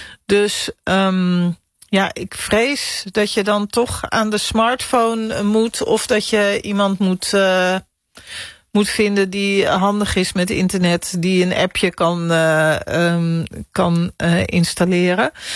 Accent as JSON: {"language": "Dutch", "region": "North Holland", "country": "Netherlands", "moved": "yes", "said": "ik kom uit Noord-Holland oorspronkelijk"}